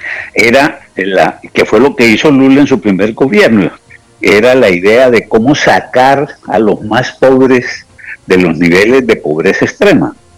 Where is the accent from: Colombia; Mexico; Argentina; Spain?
Colombia